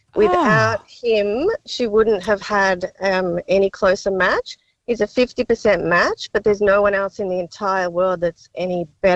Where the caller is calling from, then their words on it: Australia; I'm an Aussie.